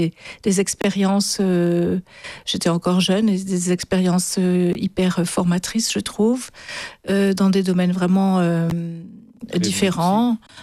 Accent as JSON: {"language": "French", "town": "Marseille", "region": "Provence-Alpes-Côte d'Azur", "country": "France", "tie": "born there", "said": "mon chemin, je suis née à Marseille, pas très loin d'ici, mais je suis née à Marseille, où j'ai quasiment jamais vécu."}